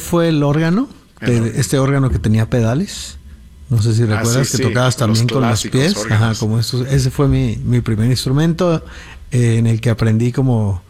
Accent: Guadalajara, Jalisco, Mexico; Ayer estuvimos más o menos a la misma temperatura en Guadalajara, que es de donde yo soy.

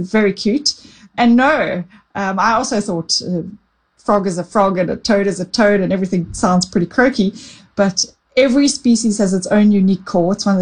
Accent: KwaZulu-Natal, South Africa; my hometown in the Southern Drakensberg Mountains

